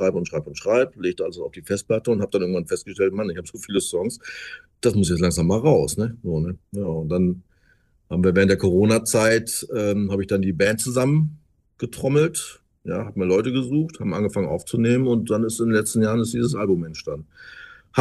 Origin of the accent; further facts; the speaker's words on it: Osnabrück, Lower Saxony, Germany; now in Frankfurt, Germany; Ich komme zum Glück aus Osnabrück.